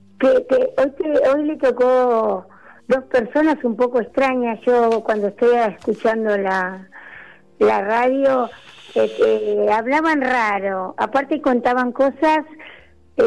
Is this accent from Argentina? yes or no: yes; Tucumán, Argentina; Acá hablar sobre el tema de la miel, porque yo soy tucumana.